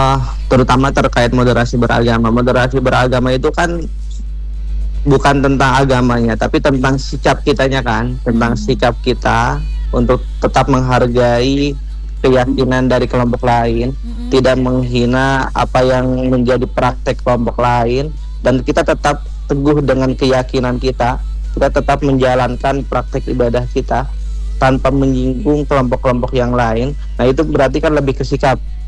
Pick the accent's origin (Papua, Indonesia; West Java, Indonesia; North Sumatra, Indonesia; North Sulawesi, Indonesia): West Java, Indonesia; Bandung; moved away as an adult; now in Sharjah, United Arab Emirates; Aku asli Bandung, Kak.